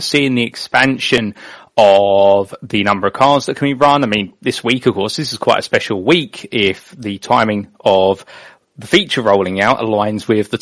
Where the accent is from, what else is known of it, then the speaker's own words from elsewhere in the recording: United Kingdom; growing up in the United Kingdom and watching British motorsport and Formula One, you only know the circuits they go to unless you start doing your research